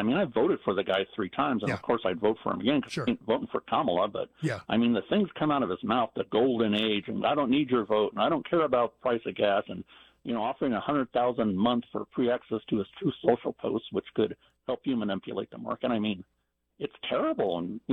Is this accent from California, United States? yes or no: yes; California, United States; moved away as an adult; I grew up in California